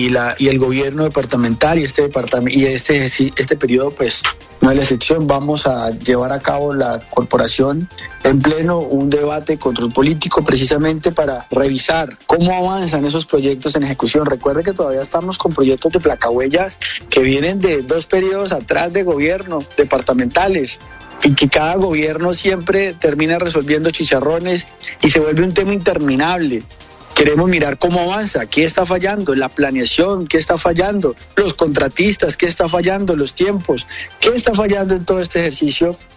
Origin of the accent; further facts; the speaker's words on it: Huila, Colombia; los huilenses